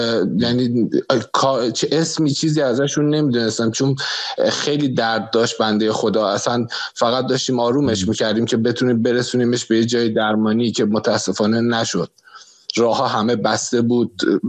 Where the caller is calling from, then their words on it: Iran; من تو ایران تنها زندگی میکنم